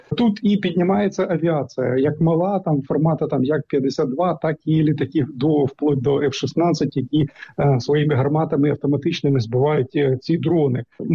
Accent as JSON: {"language": "Ukrainian", "town": "Sumy", "region": "Sumy Oblast", "country": "Ukraine", "tie": "born or raised there", "said": "Ну, от моє рідне місто Суми потрапляє, ну, буквально кожного дня туди 3-5 авіаційних бомб падає"}